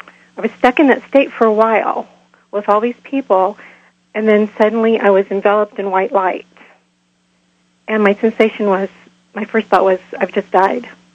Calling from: Kansas City, United States; in Kansas City.

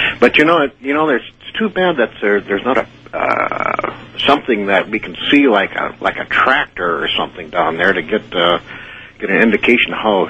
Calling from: Pahrump, Nevada, United States; And I'm calling from Kingdom of Nai, Pahrump.

